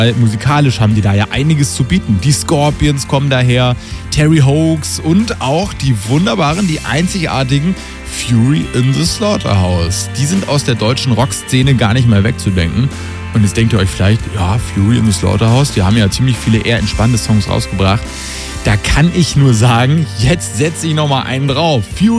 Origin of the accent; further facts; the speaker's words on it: Hannover, Lower Saxony, Germany; Meine Heimatstadt, mal so nebenbei bemerkt. Hannover, im Zentrum von Niedersachsen.